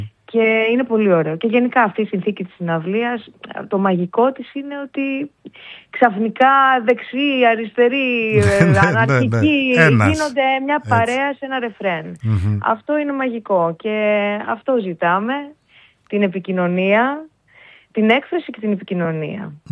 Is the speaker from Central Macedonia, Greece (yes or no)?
no; Ikaria, North Aegean, Greece; εγώ είμαι από την Ικαρία